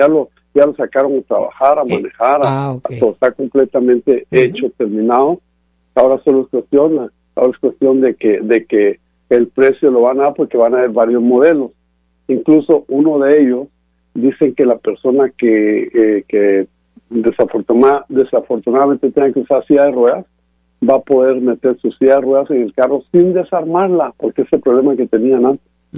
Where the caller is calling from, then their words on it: Mexico; somos los mexicanos, ¿verdad?